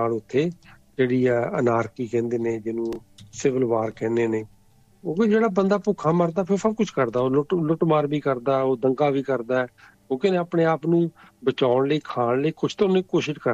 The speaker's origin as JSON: {"language": "Punjabi", "town": "Amritsar", "region": "Punjab", "country": "India", "tie": "born or raised there", "moved": "as an adult", "said": "ਮੈਂ ਵੀ ਉਸੇ ਤੇ ਜੰਮਿਆ ਪੜਿਆ, 22 ਸਾਲ ਤੱਕ ਮੈਂ ਉੱਥੇ ਰਿਹਾ, ਇਦਾਂ ਦੀ ਹਨੇਰੀ ਚੱਕੜ ਕਦੀ ਨਹੀਂ ਵੇਖਿਆ।"}